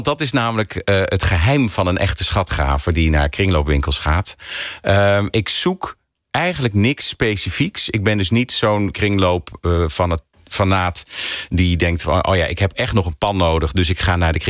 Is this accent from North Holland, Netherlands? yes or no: no; Arnhem, Gelderland, Netherlands; En wij woonden op een gegeven moment, ik kom uit Arnhem, woonden we naast het veilinghuis aan de ene kant.